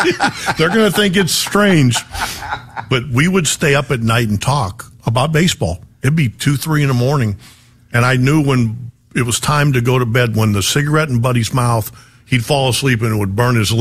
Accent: Pennsylvania, United States; I grew up in Western Pennsylvania, mm-hmm. which is very Midwest.

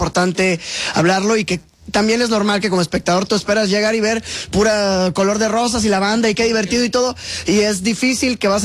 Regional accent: Valle de Bravo, State of Mexico, Mexico; born or raised there

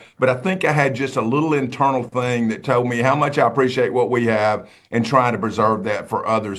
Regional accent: Mississippi, United States; And I'm from Mississippi, so 20 degrees is cold to me.

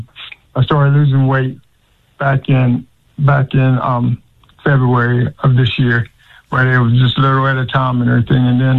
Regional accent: United States; born there; I was born here in America, so I'm just a black American.

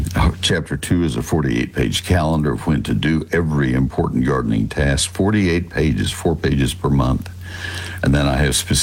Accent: Texas, United States; I love my home state

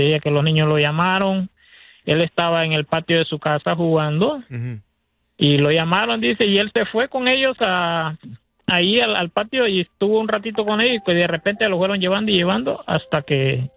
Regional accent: Honduras; Que ahí en Tela, yo soy de Honduras.

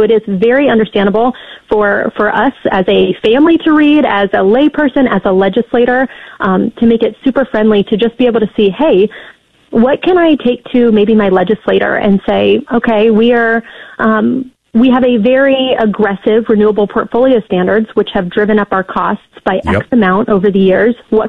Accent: Ohio, United States; And I use the example, I'm from Ohio.

